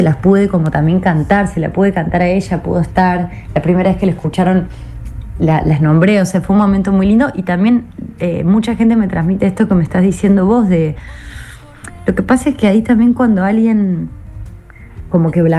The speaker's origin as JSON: {"language": "Spanish", "region": "Córdoba", "country": "Argentina", "lives_now": "Buenos Aires, Argentina", "said": "yo soy de Córdoba capital, después me mudé acá a la capital, Buenos Aires"}